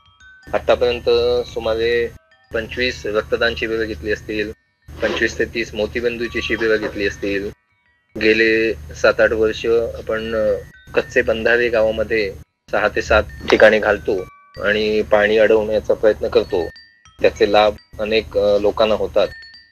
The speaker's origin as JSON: {"language": "Marathi", "region": "Maharashtra", "country": "India", "said": "आमच्या गोळक गावामध्ये आहे."}